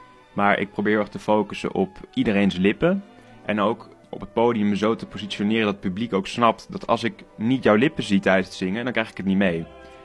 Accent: Groningen, Netherlands; ik ben 23 jaar oud en ik kom uit Groningen.

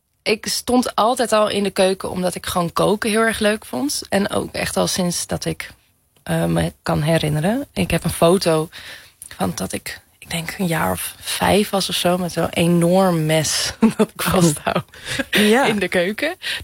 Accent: Amsterdam, North Holland, Netherlands; In Amsterdam, in Oost. In Amsterdam-Oost.

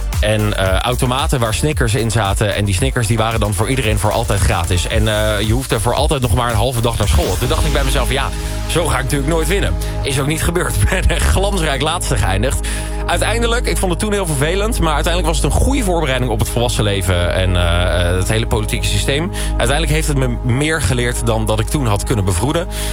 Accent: Nijmegen, Gelderland, Netherlands; ik kom uit Nijmegen. En dat is Nijmegen een soort van grijs gebied. Het is tussen de rivieren.

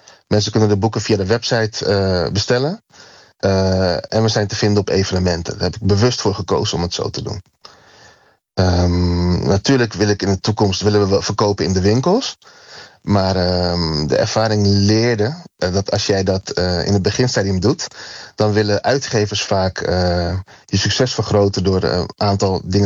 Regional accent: Netherlands; En we komen uit Nederland, Europa.

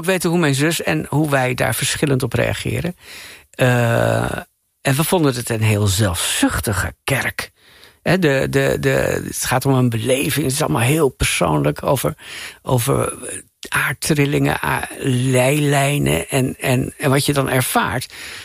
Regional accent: Assen, Drenthe, Netherlands; We woonden aan de rand van Assen, provinciestadje. Maar in ieder geval, meteen stroomde al landschap Trentse A. En daar was ik niet weg te slaan.

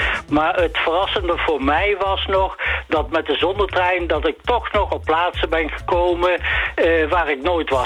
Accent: Nijmegen, Gelderland, Netherlands; En ik ben zelf geboren en getogen Nijmegenaar.

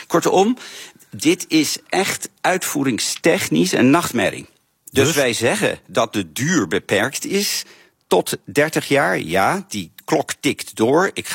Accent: Netherlands

